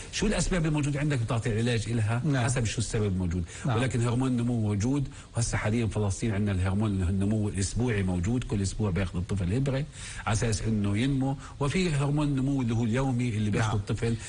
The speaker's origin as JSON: {"language": "Arabic", "country": "Palestine", "said": "المتوسط اللي عندنا في فلسطين هنا"}